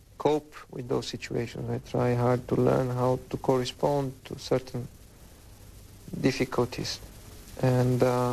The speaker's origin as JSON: {"language": "English", "country": "Brazil", "second_language": "English", "said": "Brazil, because it's my home country"}